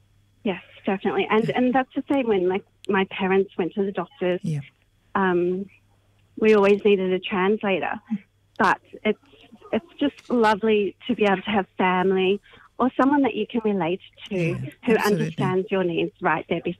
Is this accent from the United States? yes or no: no; Cambodia; moved away; I come from Cambodia